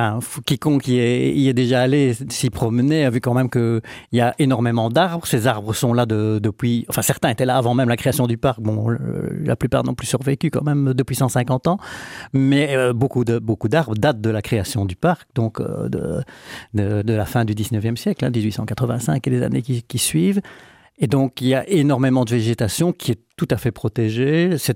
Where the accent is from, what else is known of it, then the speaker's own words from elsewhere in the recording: Chaudfontaine, Wallonia, Belgium; born there; Moi étant plus âgé, j'en ai connu encore dans mon enfance à Chèvremont